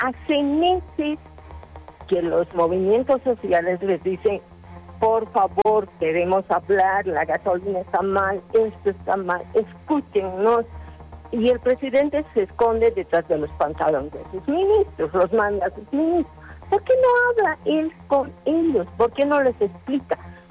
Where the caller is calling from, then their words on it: La Paz, Bolivia; de Sopocachi.